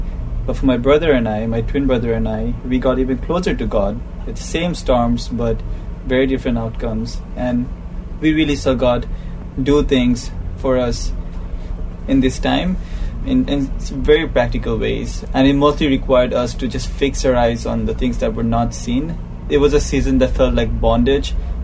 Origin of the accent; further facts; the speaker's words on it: Bangladesh; and I'm from Bangladesh. Yeah, my father's Sri Lankan, my mother's Bangladeshi. I was born and raised in Bangladesh.